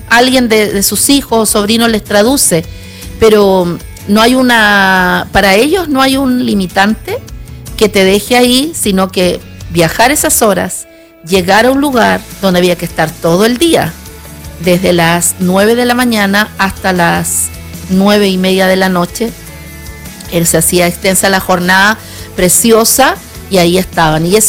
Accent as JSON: {"language": "Spanish", "country": "Chile", "said": "nosotros como chilenos"}